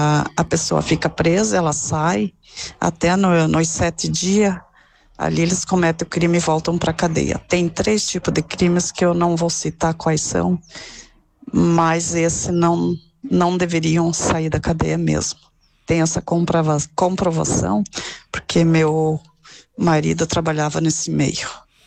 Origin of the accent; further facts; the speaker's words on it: Joaçaba, Santa Catarina, Brazil; Bom dia, Marildo. Eu sou de Joaçaba.